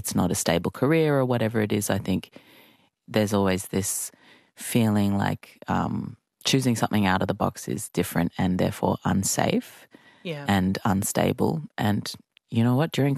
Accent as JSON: {"language": "English", "town": "Townsville", "region": "Queensland", "country": "Australia", "tie": "born or raised there", "said": "I was born in Townsville and grew up there"}